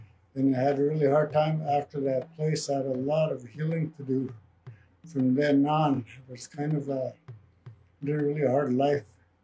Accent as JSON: {"language": "English", "town": "Salmon Arm", "region": "British Columbia", "country": "Canada", "said": "I come from the Secwepemc Nation of the Shuswap Lakes of Salmon Arm, British Columbia. And I was in this Kamloops residential school from the age of 8 or 16 when I was old enough to quit."}